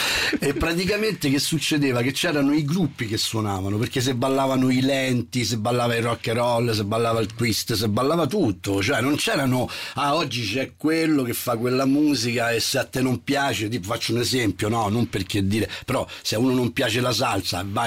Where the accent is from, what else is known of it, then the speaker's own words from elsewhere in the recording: Lazio, Italy; Io sono dei Castelli Romani, e quando ci incontriamo dice: senti